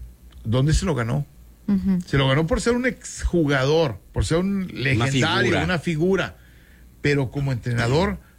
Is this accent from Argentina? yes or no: no; Mexico